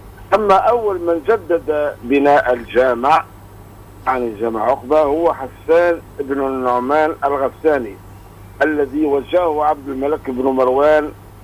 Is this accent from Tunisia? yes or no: yes; Tunisia; بلادنا تونس